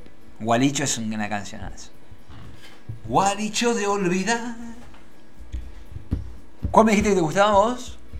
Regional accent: Argentina

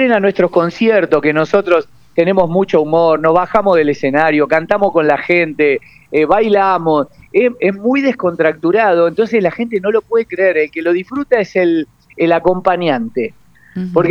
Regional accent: Argentina; siendo argentino, hijo de un tintorero sin apellido famoso y sin plata

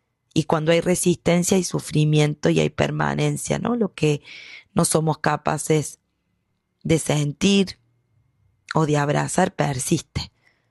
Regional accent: Argentina

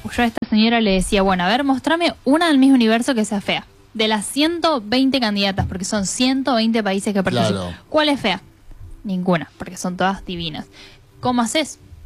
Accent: Argentina; ¿pero por qué tengo que estar mirando en Estados Unidos si soy de Argentina?

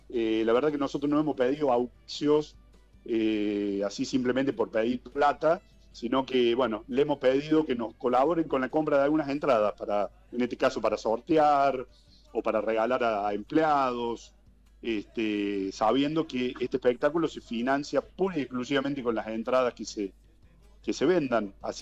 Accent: Argentina

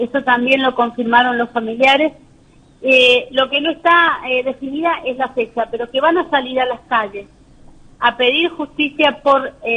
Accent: San Luis, Argentina; yo soy de la ciudad de San Luis.

